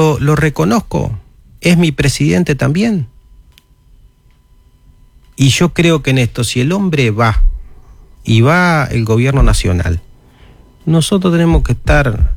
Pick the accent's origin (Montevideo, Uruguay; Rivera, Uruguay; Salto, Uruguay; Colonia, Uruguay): Salto, Uruguay